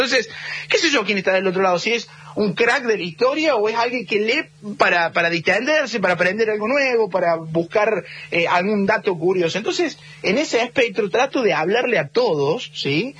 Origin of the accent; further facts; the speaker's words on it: Córdoba, Argentina; Sí, pero que los cordobeses tenemos ahí una rapidez, ¿viste?